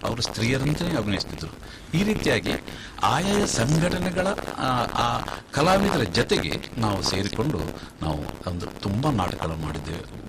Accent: Mangaluru, Karnataka, India; ಬೋಳೂರ್ ಅಂದರೆ ನಾನು ಹುಟ್ಟಿದ ಊರು. ಅಂದರೆ ನಾನು ಬೋಳೂರಿನ ಹೊಯ್ಗೆ ಬೈಲಲ್ಲೇ ನಾನು ಹುಟ್ಟಿದ್ದು.

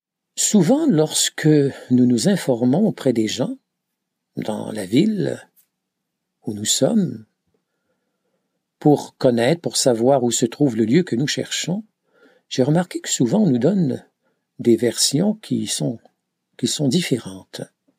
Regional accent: Canada; je leur dis que je viens du Canada.

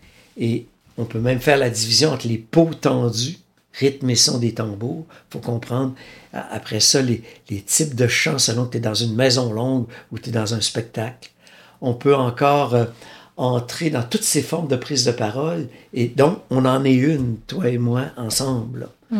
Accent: Wendake, Quebec, Canada; Par exemple, chez nous, à Wendake, on défend beaucoup la présence de Zacharie Théroulin-Vincent comme un pionnier version Beaux-Arts au 19e siècle.

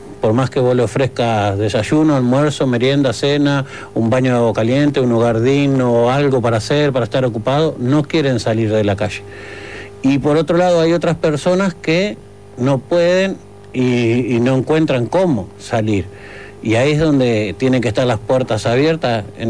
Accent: Argentina; moved away as an adult; now in Uruguay; yo soy argentino, vine de allá de Argentina, y cuando cumplí todo el proceso, digamos, estuve en Paysandú en una chacra, luego estuve en Montevideo

